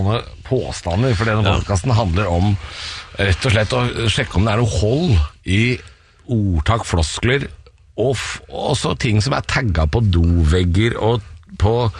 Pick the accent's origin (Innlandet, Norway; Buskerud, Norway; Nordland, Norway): Buskerud, Norway; Drammen; moved away; men så vokste jeg på Åsia, så jeg vokste opp i Drammen kommune, altså.